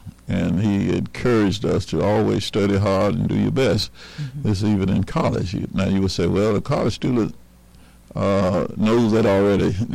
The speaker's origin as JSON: {"language": "English", "town": "Coldwater", "region": "Mississippi", "country": "United States", "tie": "born or raised there", "said": "My hometown's Coldwater. I finished high school in 1971."}